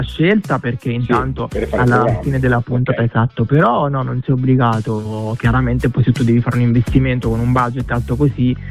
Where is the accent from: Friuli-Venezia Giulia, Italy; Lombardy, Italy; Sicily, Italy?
Sicily, Italy; Vittoria; now in Perugia, Italy; Siciliano, sì, sono di Ragusa, della provincia di Ragusa, di Vittoria.